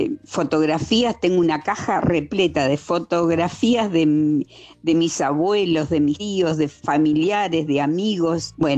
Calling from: Rosario, Santa Fe, Argentina; de Rosario.

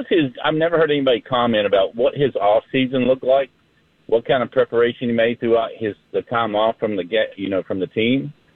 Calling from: Hartsville, Tennessee, United States; I'm in Hartsville, actually.

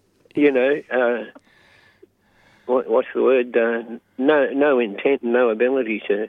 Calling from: Flinders Island, Tasmania, Australia

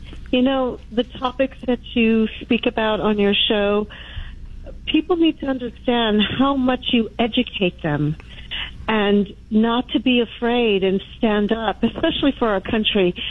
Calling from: California, United States; especially here in California

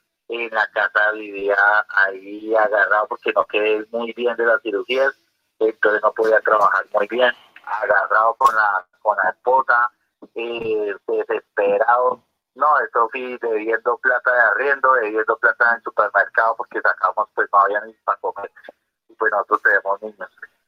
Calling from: Guateque, Boyacá, Colombia; aquí de Guateque, Boyacá, profesor, yo soy paciente suyo de Garagoa.

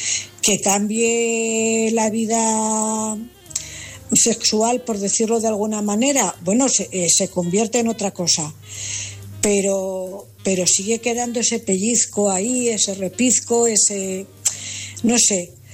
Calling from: Cuenca, Castilla-La Mancha, Spain; Buenas noches … corresponsal de Cuenca.

